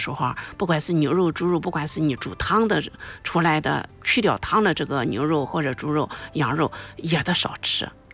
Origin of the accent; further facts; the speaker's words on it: China; 我们中国人比较喜欢煲汤哈，尤其是南方人，